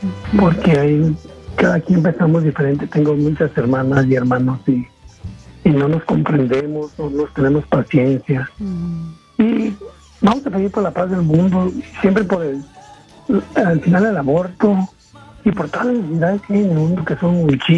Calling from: Fontana, California, United States; Te llamo de aquí de Fontana.

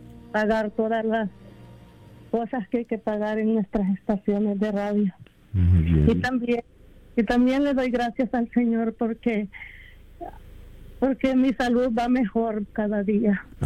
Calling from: San Bernardino, California, United States; Aquí en San Bernardino.

